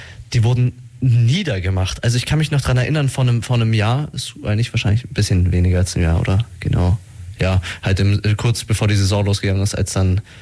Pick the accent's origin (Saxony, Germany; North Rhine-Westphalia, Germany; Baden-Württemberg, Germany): Saxony, Germany; Dresden; da kann man sich gar nicht beschweren, glaube ich, als Dresdner.